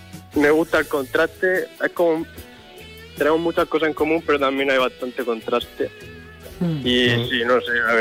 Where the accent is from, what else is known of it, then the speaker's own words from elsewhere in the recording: Garrucha, Andalusia, Spain; now in Valencia, Spain; Yo soy de Garrucha.